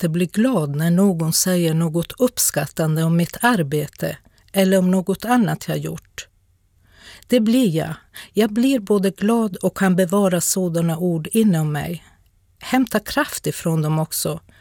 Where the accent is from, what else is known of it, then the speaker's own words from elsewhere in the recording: Norrbotten County, Sweden; Där jag växte upp, i min lilla hemby i norra Tornedalen